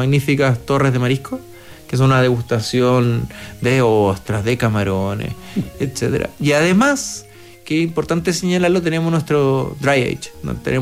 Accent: Chile

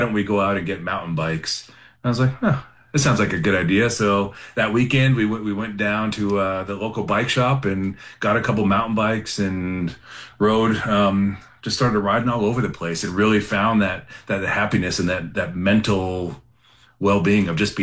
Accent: California, United States; now in Camp Hill, United States; Monica's from Germany, I'm from Southern California, that we figured out what our community looks like

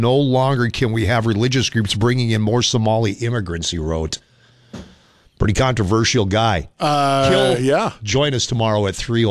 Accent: Hibbing, Minnesota, United States; Had so much fun growing up on the Iron Range.

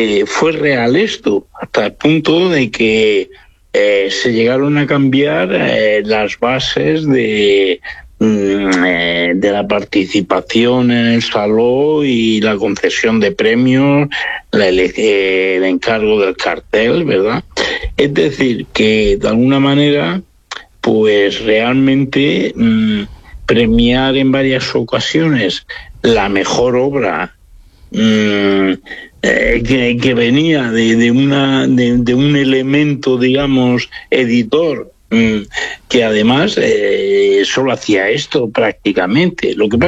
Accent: Aspe, Valencian Community, Spain; born there; Yo nací en Aspe, provincia de Alicante, ¿eh? Y es el interior de Alicante, tirando al sur ya de la provincia.

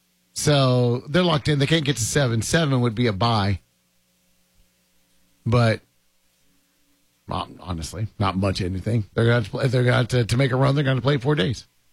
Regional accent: Oklahoma City, Oklahoma, United States; I'm from Southside, Oklahoma City.

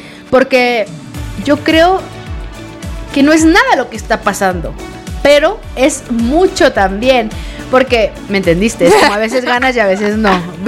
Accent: Hermosillo, Sonora, Mexico; Entonces, ¿tú crees que como yo soy de Hermosillo y en Hermosillo siempre hay sol, yo siempre estoy de buenas?

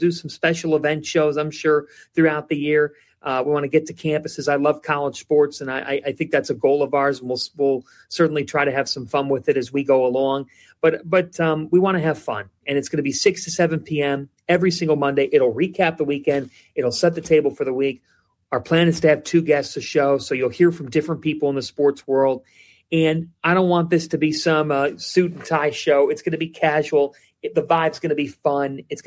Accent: Cleveland, Ohio, United States; I don't like the pity party because I'm from Cleveland

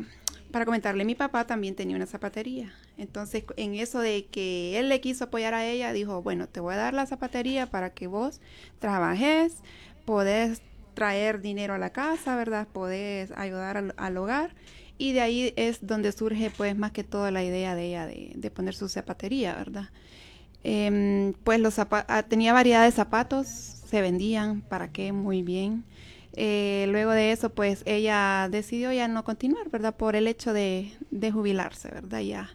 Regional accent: Tegucigalpa, Francisco Morazán, Honduras; soy de Tegucigalpa, ¿verdad? Nazco aquí en Honduras, Tegucigalpa. Desde pequeña tuve muchas dificultades, ¿verdad? Crecí con una madre soltera, con 4 hijos.

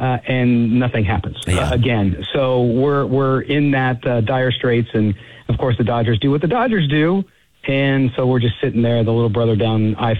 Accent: California, United States; Of course, my home state growing up there in California, I miss it from time to time.

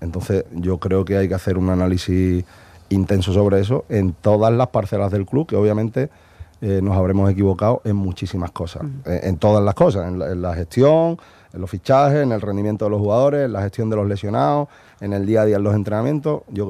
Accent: Cádiz, Andalusia, Spain; he sido canterano y soy gaditano

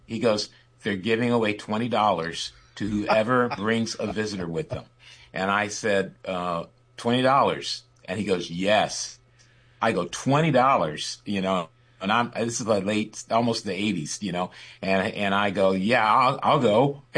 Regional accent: Michigan, United States; also born or lived in Kansas; I was born in Kansas, but I was raised in Michigan.

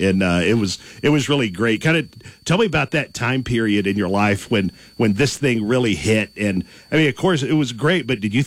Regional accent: Oklahoma, United States; And I grew up in Oklahoma.

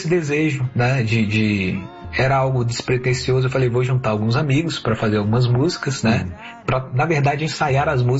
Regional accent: Vitória da Conquista, Bahia, Brazil; also born or lived in Itabuna; Eu nasci numa cidade da Bahia chamada Itabuna. Ah, conheço. Mas eu cresci, na verdade, em outra cidade chamada Vitória da Conquista, uma cidade fria na Bahia chamada Suíça Baiana.

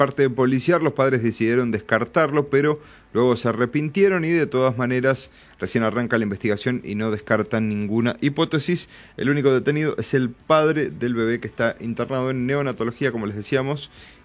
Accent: Argentina; Tenemos que ser unos agradecidos como argentinos de tener a Messi con nosotros.

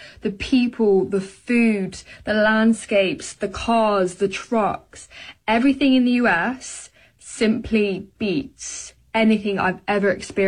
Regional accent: United Kingdom; I was well and truly born in the wrong country. I'm a British girl

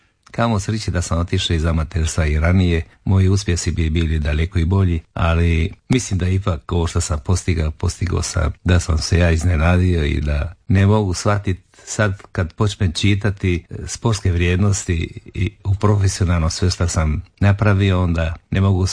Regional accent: Croatia; Uspio sam da preplivam kao prvi Hrvat.

